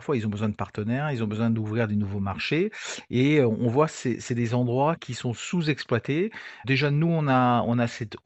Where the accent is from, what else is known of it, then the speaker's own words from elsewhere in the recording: Brittany, France; chez nous en Bretagne